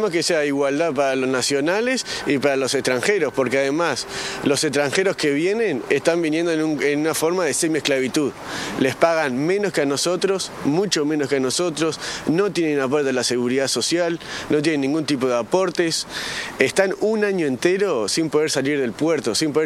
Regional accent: Uruguay; nosotros como uruguayos

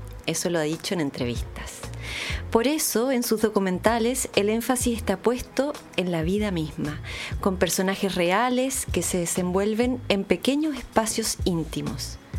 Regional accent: Chile; ¿por qué la once se dice así en mi país?

